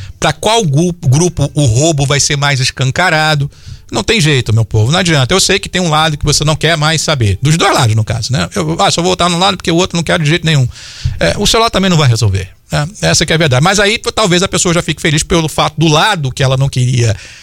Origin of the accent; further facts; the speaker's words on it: Rio de Janeiro, Brazil; now in United States; eu sou do Rio de Janeiro, eu ouço essa balela desde 1976